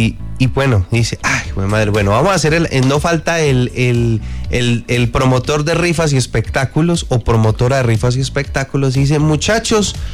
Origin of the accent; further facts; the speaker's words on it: Colombia; nosotros en Colombia hacemos siempre amor y amistad durante este mes de septiembre.